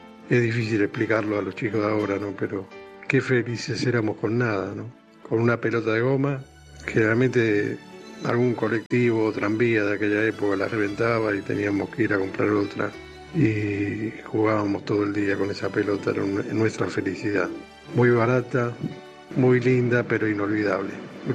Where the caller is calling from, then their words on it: Buenos Aires, Argentina; de Parque Patricios